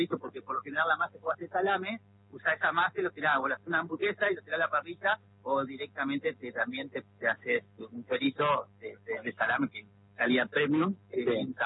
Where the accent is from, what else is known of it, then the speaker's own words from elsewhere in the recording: Viale, Entre Ríos, Argentina; born there; now in Paraná, Argentina; Claro, yo estoy acá a 50 kilómetros, tengo donde nací en Viale, tengo un pequeño lugar donde procesamos para la carne.